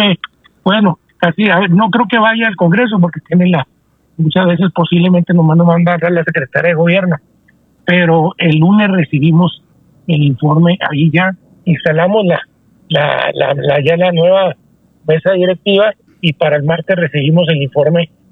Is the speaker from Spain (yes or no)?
no; Mexico; No hay como los mexicanos que nos vamos del otro lado a hacer trabajos que muchos, muchos, muchos americanos no lo hacen